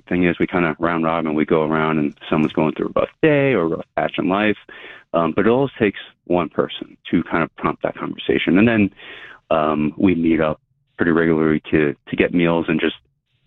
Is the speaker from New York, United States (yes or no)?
yes; New York, United States; born there; moved away as an adult; now in Arlington Heights, United States; A lot of my childhood friends that I grew up with are in New York, and I moved there in my adult life. So I moved to Chicago from New York.